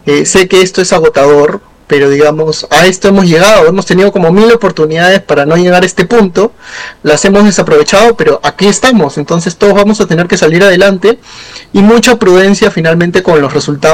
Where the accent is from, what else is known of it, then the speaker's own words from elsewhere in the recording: Peru; al final todos somos peruanos